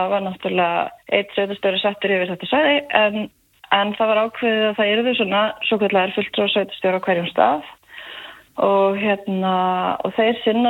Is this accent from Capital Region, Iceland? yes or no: no; Hella, Southern Region, Iceland; moved away as an adult; Nei, nei ég það alls ekki, ég sönlendingur, ég uppalinn á Helli